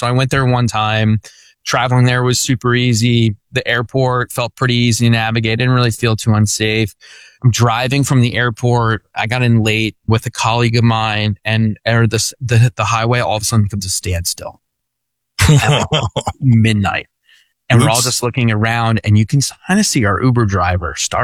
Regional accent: Pennsylvania, United States; now in Dallas, United States; I'm originally from Pennsylvania.

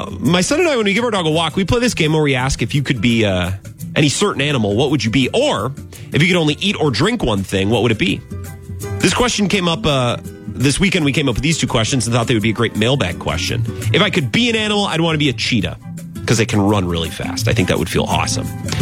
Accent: Chippewa Valley, Wisconsin, United States; born there; also born or lived in Twin Cities, Minnesota; I hail from the Chippewa Valley and from the Twin Cities.

